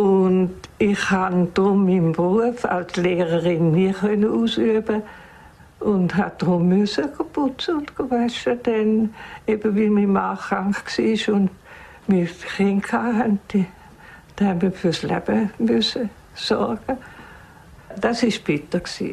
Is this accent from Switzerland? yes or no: yes; Switzerland; Ich bin ursprünglich Schweizerin